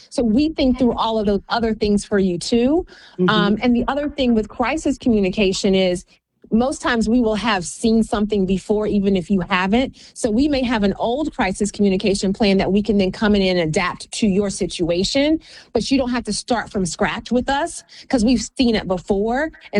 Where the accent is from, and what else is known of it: Athens, Georgia, United States; born or raised there